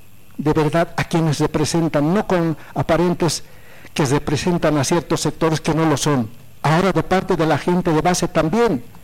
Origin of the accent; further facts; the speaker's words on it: Bolivia; todos somos bolivianos, blancos, morenos.